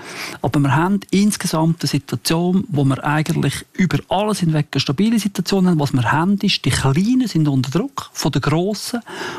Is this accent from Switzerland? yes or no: yes; Zurich, Switzerland; Ich bin in Zürich aufgewachsen, ich wohne nicht mehr in der Stadt.